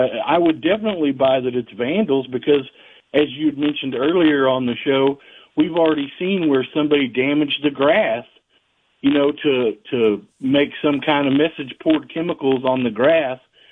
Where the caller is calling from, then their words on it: Oklahoma, United States; because I'm from Oklahoma.